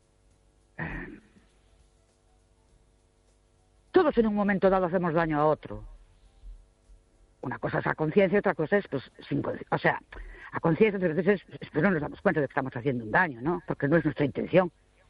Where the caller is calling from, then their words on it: Ourense, Galicia, Spain; Buenas noches … de Orense.